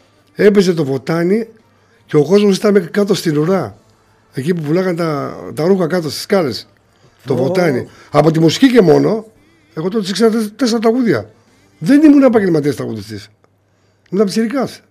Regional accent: Larissa, Thessaly, Greece; κύριε Στάθη, είμαι από Λάρισα και έχω κάνει ένα CD.

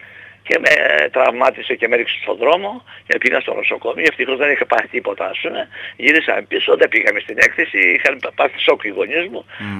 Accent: Vavdos, Central Macedonia, Greece

